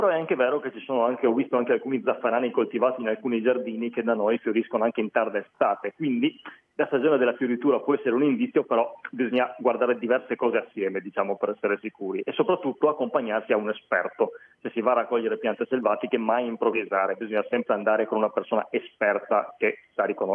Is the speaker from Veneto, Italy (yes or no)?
no; Friuli-Venezia Giulia, Italy